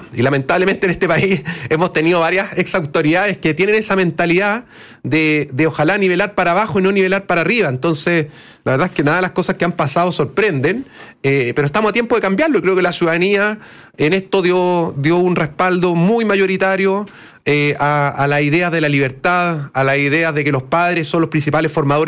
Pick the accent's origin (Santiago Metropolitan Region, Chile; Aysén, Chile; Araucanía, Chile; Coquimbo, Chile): Coquimbo, Chile; Ovalle; Yo soy del norte, soy de Ovalle